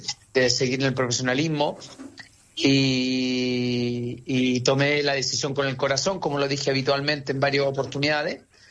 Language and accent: Spanish; Parral, Maule, Chile; yo vine a jugar por mi ciudad, por mi pueblo, por mi comuna